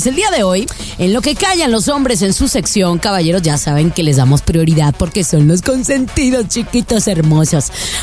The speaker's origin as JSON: {"language": "Spanish", "town": "Guadalajara", "region": "Jalisco", "country": "Mexico", "lives_now": "United States", "said": "Venimos desde Guanatos, entonces allá también nos conocen."}